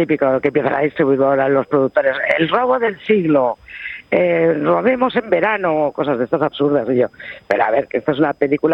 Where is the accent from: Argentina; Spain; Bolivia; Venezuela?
Spain; Y somos así los españoles.